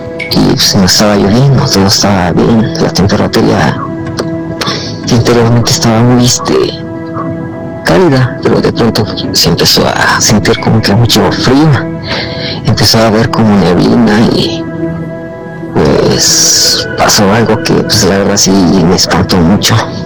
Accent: Toluca, State of Mexico, Mexico; Soy de Toluca y no daré muchos detalles de dónde ocurre esto

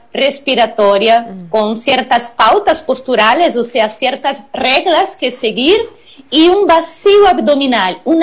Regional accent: Brazil; also born or lived in Cancún, Mexico; now in Mérida, Mexico; la brasileña más yucateca que hay.

